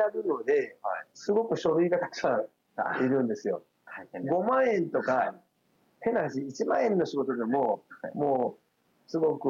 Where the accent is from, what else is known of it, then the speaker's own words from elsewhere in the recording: Nagoya, Aichi, Japan; moved away as an adult; now in Tōkai, Japan; 私、名古屋の南区で生まれ育って